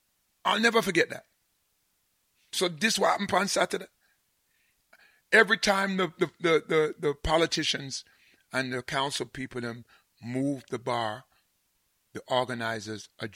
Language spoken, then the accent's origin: English; Jamaica; because I'm Jamaican or English Jamaican